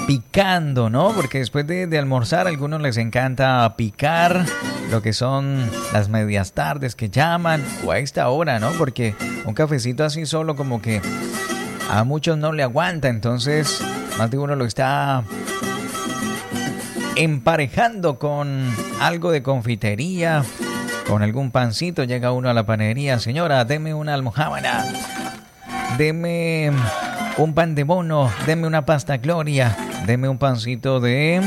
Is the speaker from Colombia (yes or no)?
yes; Colombia; somos colombianos y conocemos la resiliencia